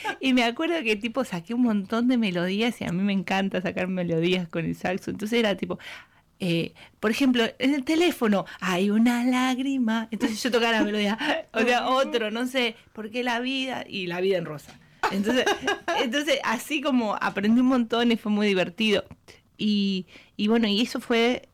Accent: Tartagal, Salta, Argentina; En Salta. Yo crecí en Tartagal, en una ciudad muy pequeña en el norte, un pueblo en el norte de Salta

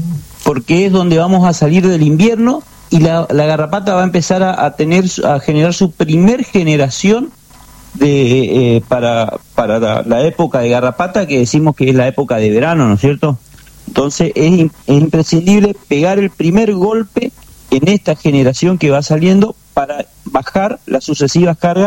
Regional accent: Corrientes, Argentina; De Corrientes, yo soy de Corrientes, estamos en Corrientes

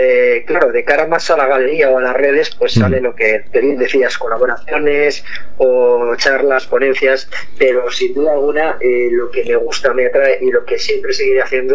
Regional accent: Miranda de Ebro, Castile and León, Spain; vais a viajar hasta mi tierra, hasta mi ciudad, hasta Miranda de Ebro

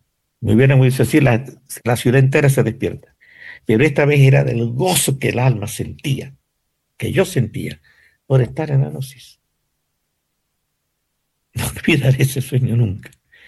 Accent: Venezuela; moved away as an adult; ya era adulto, ¿no? Pero me pusieron en ese escenario, no sé, en la casa en que yo vivía hasta que salí de Venezuela.

